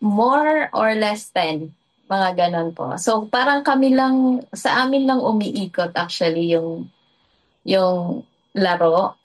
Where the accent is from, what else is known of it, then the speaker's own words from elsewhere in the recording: Catarman, Northern Samar, Philippines; Sa probinsya ko kung saan po talaga ako pinanganak, actually born and raised from Samar, Katarman, Northern Samar.